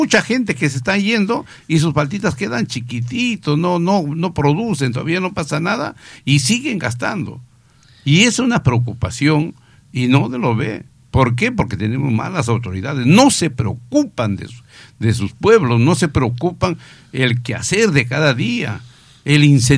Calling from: Tauca, Ancash, Peru; En mi pueblo, en Tauca

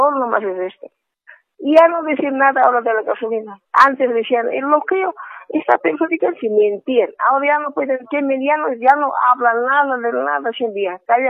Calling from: La Paz, Bolivia; soy de Tenencia Morillo.

